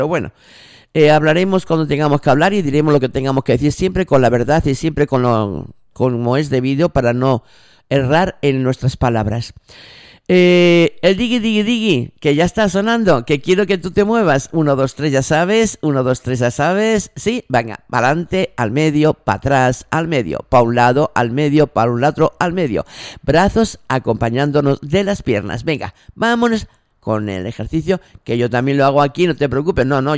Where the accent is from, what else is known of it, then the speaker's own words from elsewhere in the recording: Canary Islands, Spain; nosotros como archipiélago canario